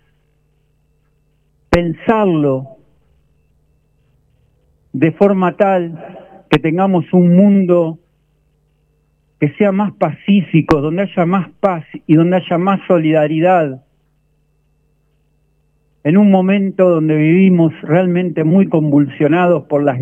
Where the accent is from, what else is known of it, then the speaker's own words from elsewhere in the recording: Argentina; esto que sentimos como argentinos